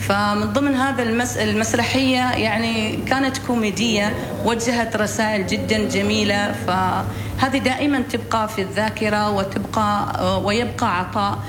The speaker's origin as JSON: {"language": "Arabic", "country": "Oman", "said": "وأنا كفنانة عمانية"}